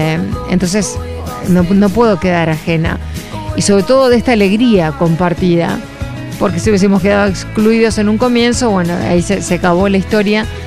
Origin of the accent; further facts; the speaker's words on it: Argentina; por mí como argentina